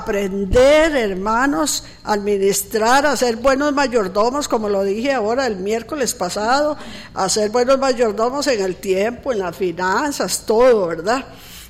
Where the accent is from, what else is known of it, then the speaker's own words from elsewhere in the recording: Cachí, Cartago, Costa Rica; porque yo soy de Cachí